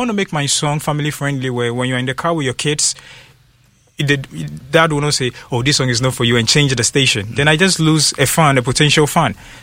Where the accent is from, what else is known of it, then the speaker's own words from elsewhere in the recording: Ashaiman, Greater Accra, Ghana; because I'm from Ashaiman, so you already know.